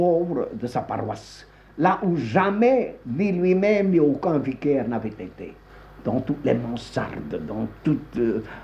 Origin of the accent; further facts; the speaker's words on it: Flanders, Belgium; moved away; also born or lived in Wallonia; je connais très bien le flamand, je suis flamand